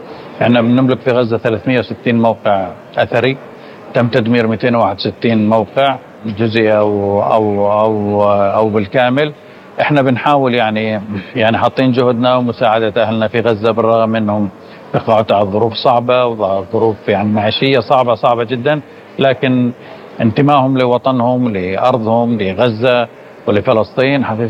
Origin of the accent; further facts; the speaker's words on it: Palestine; إحنا كفلسطينيين